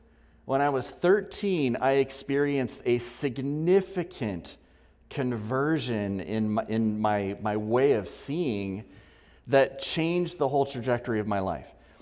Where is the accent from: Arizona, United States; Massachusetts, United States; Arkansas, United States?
Arizona, United States; Scottsdale; now in Steubenville, United States; I grew up in Scottsdale, Arizona, in another warm weather climate, as a pretty typical Catholic kid